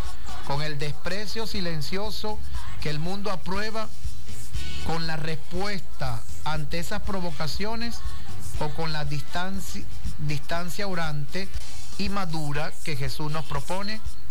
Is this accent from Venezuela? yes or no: yes; Venezuela; como somos los venezolanos